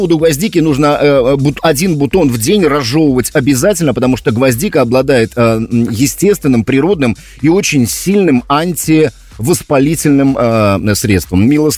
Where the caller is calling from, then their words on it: Novosibirsk Oblast, Russia; Я из Новосибирской области. Замариновали 90 банок опят.